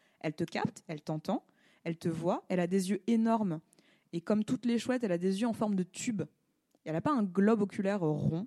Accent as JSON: {"language": "French", "country": "France", "said": "On est Français, on est sympa."}